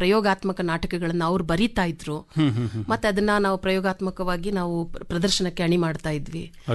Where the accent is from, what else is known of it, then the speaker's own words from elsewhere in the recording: Suntikoppa, Karnataka, India; now in Bangalore, India; ಮೂಲತಃ ನಾನು ಕೊಡಗಿನವಳು, ಕೊಡಗಿನ ಶುಂಠಿಕೊಪ್ಪ